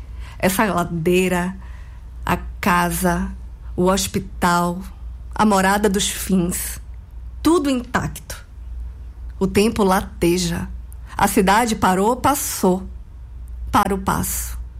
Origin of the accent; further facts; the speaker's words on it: Itabuna, Bahia, Brazil; now in Salvador, Brazil; E aí eu já era adolescente e morava aqui em Salvador já, porque eu morava no interior, sou de Itabuna.